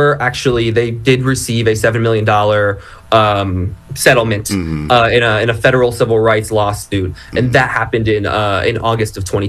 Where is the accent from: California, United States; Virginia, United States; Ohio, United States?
Ohio, United States; I was not based here in Ohio, but I'm you know, I grew up in Ohio.